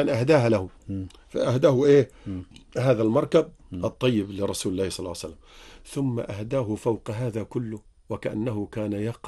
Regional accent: Egypt

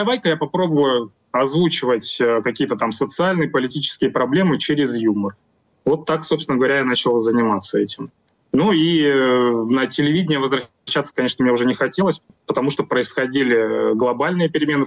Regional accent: Russia; moved away; потому что я сам россиянин, я до 25 года жил в России, в окружении меня все люди прекрасно все понимают.

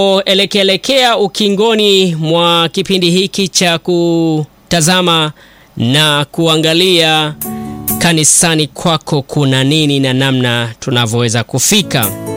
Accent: Bariadi, Simiyu, Tanzania; natokea Kiduria, Bariadi

